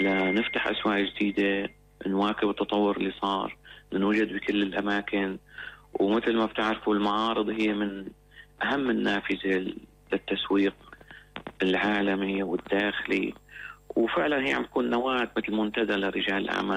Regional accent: Syria; كلنا كسوريين

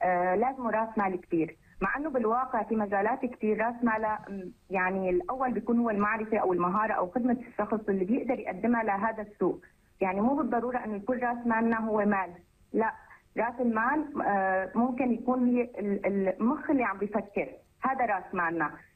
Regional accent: Syria; عندنا في سوريا

